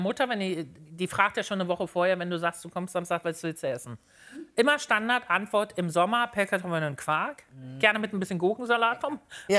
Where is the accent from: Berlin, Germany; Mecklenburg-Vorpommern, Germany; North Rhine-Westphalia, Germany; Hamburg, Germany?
Berlin, Germany